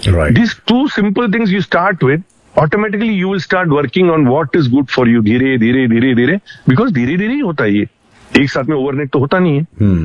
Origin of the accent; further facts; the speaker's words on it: South India, India; मैं साउथ से हूं